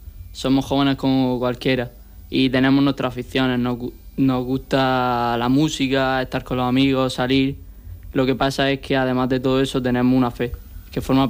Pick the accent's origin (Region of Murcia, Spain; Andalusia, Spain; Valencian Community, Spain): Andalusia, Spain; Almería; tengo 15 años y estudio primero bachillerato, soy de Almería